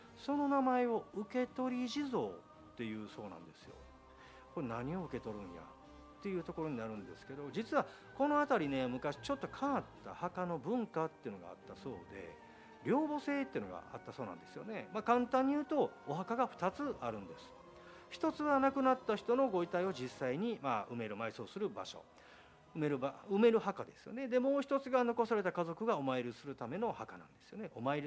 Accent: Higashiosaka, Osaka, Japan; now in Kyoto, Japan; もともとはね先ほどもお伝えした通り東大阪、先ほどお伝えしたかどうかは忘れましたけども、大阪生まれなんですよね、大阪育ちで。でも今はね人生の半分以上京都で育ってる

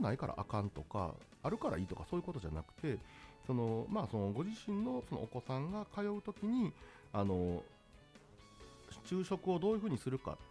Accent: Osaka, Japan; born there; 私は大阪の公立高校出身やったんで、

